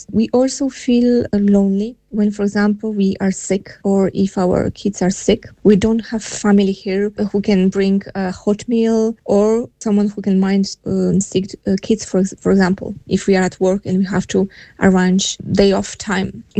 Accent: Poland; English is a second language; moved away as an adult; also born or lived in Belgium; now in Ireland; I come from Poland. I lived in Ireland for over 70 years, but previously I lived in Belgium for 8 years, where I learned French and Italian

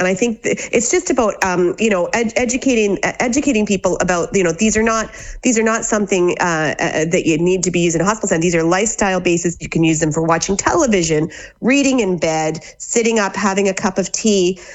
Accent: Canada; moved away as an adult; now in Ballina, Ireland; I'm from Canada.

